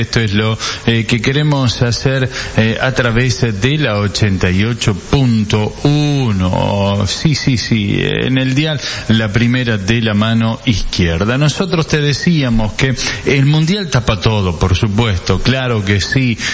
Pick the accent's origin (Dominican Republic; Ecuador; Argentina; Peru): Argentina